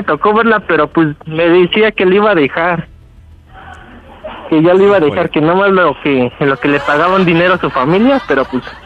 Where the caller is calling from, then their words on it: Naucalpan, State of Mexico, Mexico; Tengo 18 y soy de Naucalpan.